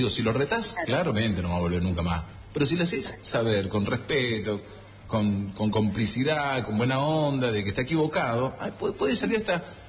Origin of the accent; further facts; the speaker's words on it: Malargüe, Mendoza, Argentina; Saludos a mi familia de San Rafael, soy de Malargue.